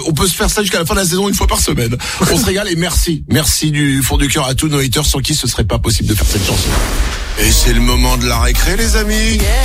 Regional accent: France; Attends, je suis français

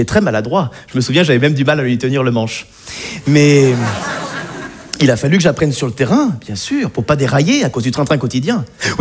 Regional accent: Auvergne-Rhône-Alpes, France; ça me rappelle un peu ma région natale. J'arrive d'Auvergne. Oui. Oh, l'Auvergne, c'est magnifique. C'est montagne, c'est campagne, c'est volcan

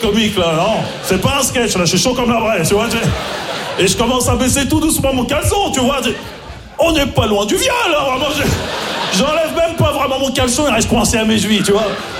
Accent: Maisons-Alfort, Île-de-France, France; parce que j'ai grandi à Maison-Alfort, en plus, tu vois, dans le 9-4, tu vois, j'ai grandi.

